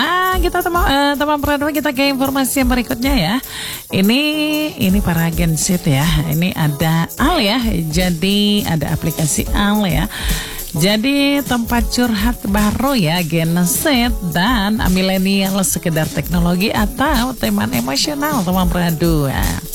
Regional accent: Merauke, South Papua, Indonesia; kita orang Merauke

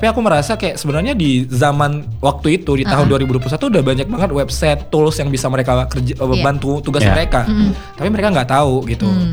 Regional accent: Padang, West Sumatra, Indonesia; aku kan aslinya dari Padang nih, dari Padang

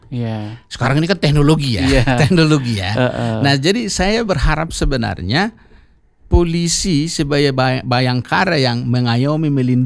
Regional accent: Porsea district, Toba, North Sumatra, Indonesia; moved away; Saya orang Batak, lahir sampai SMA di Toba, di desa Nalela, kecamatan Porsea.

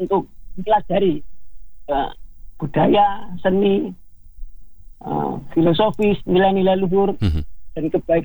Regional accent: Yogyakarta, Special Region of Yogyakarta, Indonesia; Dari pengalaman perjalanan saya sendiri sebagai orang Jogja

